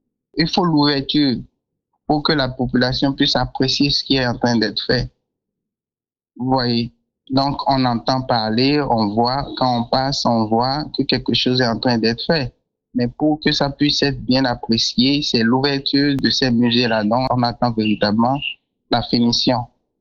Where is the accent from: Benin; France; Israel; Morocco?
Benin; en tant que Béninois